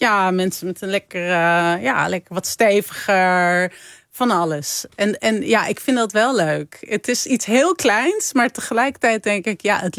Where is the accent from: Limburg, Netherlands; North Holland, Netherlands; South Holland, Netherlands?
North Holland, Netherlands; Amsterdam; Toch een super Amsterdamse buurt. Ja, ik kom ook uit Amsterdam. Maar ik kom daar nooit.